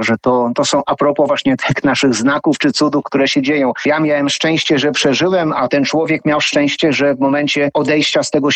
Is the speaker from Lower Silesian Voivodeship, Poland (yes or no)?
no; Złotów, Greater Poland Voivodeship, Poland; moved away